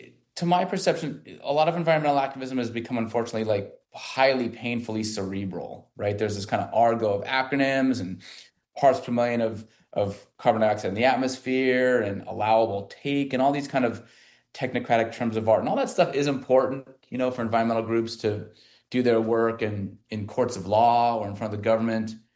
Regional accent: Arizona, United States; now in Bay Area, United States; I myself, before I moved to the Bay Area and spent 20 years here, I grew up in Arizona.

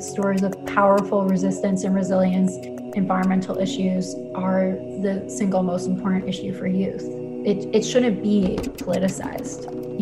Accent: Philadelphia, Pennsylvania, United States; moved away as an adult; also born or lived in Colorado; I grew up in Philadelphia, and it is not the best city to grow up in terms of pollution and being able to access nature and the outdoors.

